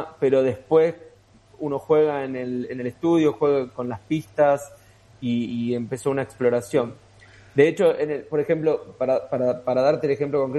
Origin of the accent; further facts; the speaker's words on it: Buenos Aires, Argentina; moved away as an adult; now in Santiago, Chile; de Buenos Aires, de capital. Y hace 6 años que vivo en Santiago de Chile.